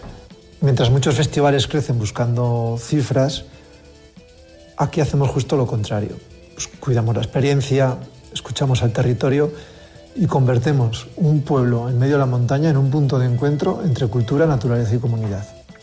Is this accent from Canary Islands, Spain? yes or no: no; Viñegra de Abajo, La Rioja, Spain; organizador del Festival Sierra Sonora, y queríamos invitaros a viajar, aunque sea solo por un momento, hasta nuestro pueblo, Viñegra de Abajo. Un pequeño pueblo de 40 habitantes en plena Sierra Riojana